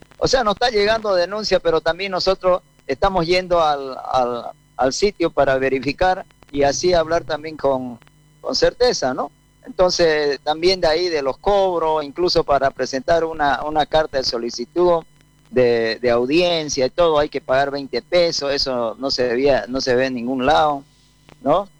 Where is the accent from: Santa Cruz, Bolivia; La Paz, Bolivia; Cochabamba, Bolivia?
Santa Cruz, Bolivia; Montero; yo soy montereño y lo quiero, pues, a mi población, ¿no? Entonces, quiero a mi terruño.